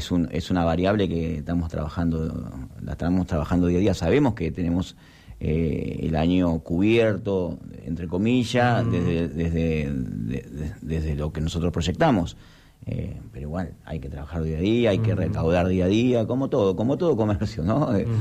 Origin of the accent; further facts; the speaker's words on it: Trelew, Chubut, Argentina; somos todos ciudadanos de Trelew